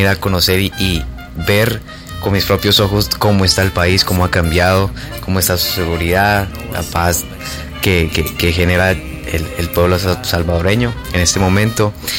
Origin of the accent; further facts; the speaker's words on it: Colombia; lo que nos caracteriza como colombianos